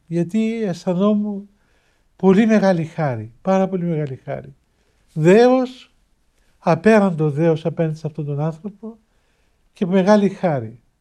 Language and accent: Greek; Cyprus; εγώ είμαι Κύπριος.